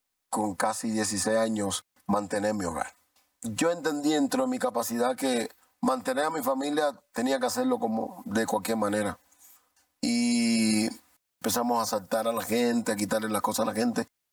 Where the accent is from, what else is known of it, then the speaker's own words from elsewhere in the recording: Cuba; moved away; el país de donde yo soy, que es Cuba